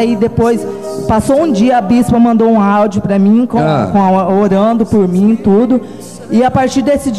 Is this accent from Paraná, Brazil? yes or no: yes; Terra Boa, Paraná, Brazil; Sou de Terra Boa.